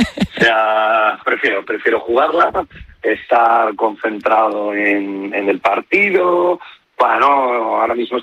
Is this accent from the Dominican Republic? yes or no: no; Madrid, Community of Madrid, Spain; yo soy de Madrid